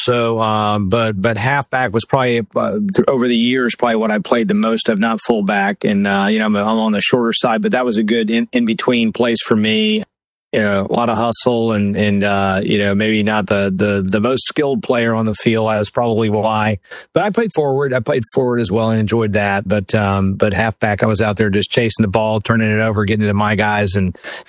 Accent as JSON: {"language": "English", "town": "Jacksonville", "region": "Florida", "country": "United States", "tie": "born or raised there", "also_born_or_lived": "Atlanta / Merritt Island, Florida / Vero Beach, Florida", "said": "then we traveled, live in Merritt Island, Florida, Vero Beach, Florida, then Jacksonville, Florida, and put roots down really in Jacksonville, where I would say I grew up from second grade all the way through high school"}